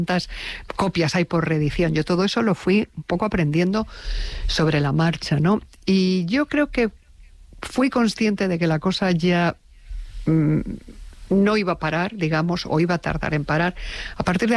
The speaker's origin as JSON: {"language": "Spanish", "country": "Spain"}